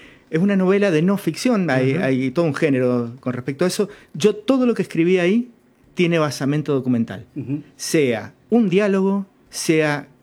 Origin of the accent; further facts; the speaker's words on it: San Martín, Mendoza, Argentina; Yo soy de San Martín